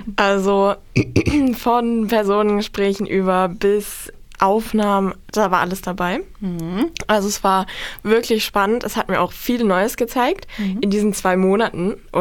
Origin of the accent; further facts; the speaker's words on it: Niedersachswerfen, Thuringia, Germany; Ich komme ja aus Niedersachswerfen, also ziemlich nah an Nordhausen.